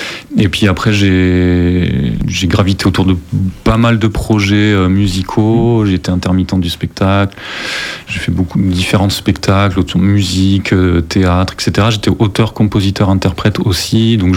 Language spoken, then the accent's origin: French; Nérac, Nouvelle-Aquitaine, France; also born or lived in Bordeaux; now in Périgord, France; Je suis originaire du Lot-et-Garonne, de Nérac.